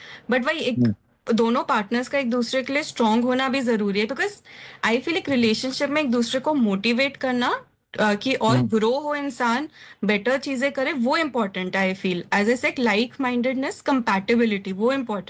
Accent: Delhi, India; now in Kolkata, India; एक तो ये कैलकटा से, हमें दिल्ली से हो

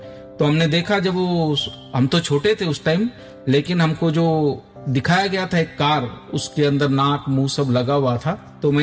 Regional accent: Bhadgaon, Maharashtra, India; moved away; Jalgaon district में भड़गांव तहसील में हमारा गांव है, तो वहां पर हम रहते थे।

